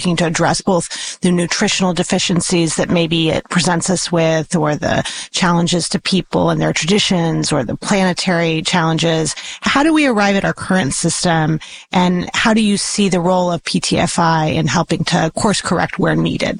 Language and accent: English; Southwest, United States; I grew up in the Southwest